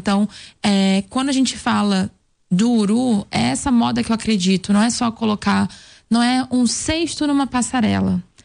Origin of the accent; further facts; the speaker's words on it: Niterói, Rio de Janeiro, Brazil; also born or lived in Belém; now in São Paulo, Brazil; Eu nasci em Belém do Pará, eu fui criada em Niterói e eu moro em São Paulo.